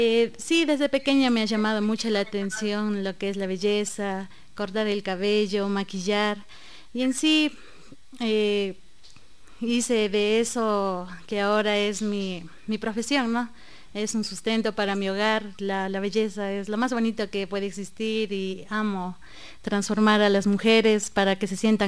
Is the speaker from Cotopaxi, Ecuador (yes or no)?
yes; Pujilí, Cotopaxi, Ecuador; born there; Sí, tengo raíces otavaleñas, mi madre es de allá y mi padre es de Pujilí.